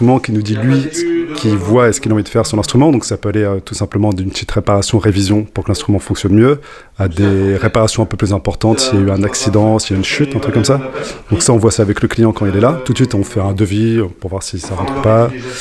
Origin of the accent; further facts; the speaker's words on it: Compiègne, Hauts-de-France, France; Laurent, il est de Quimper, moi je suis de Compiègne.